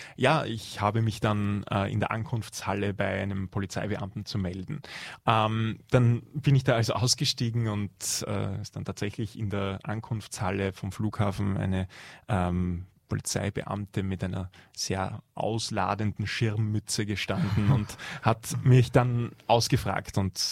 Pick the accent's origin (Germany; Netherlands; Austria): Austria; als Österreicher ist man natürlich bei